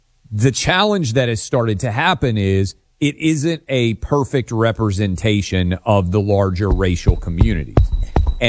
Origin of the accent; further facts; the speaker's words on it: Tennessee, United States; and my home state of Tennessee.